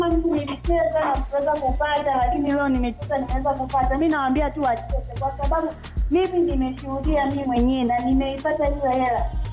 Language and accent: Swahili; Kihesa, Iringa, Tanzania; Natokea Kihesa.